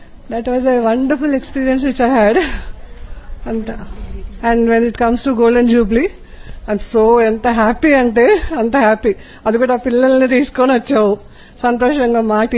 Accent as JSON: {"language": "Telugu", "town": "Hyderabad", "region": "Telangana", "country": "India", "said": "నేను హైదరాబాద్ నుండి వచ్చాను. నేను 1995-1998 ఇక్కడ చదివాను."}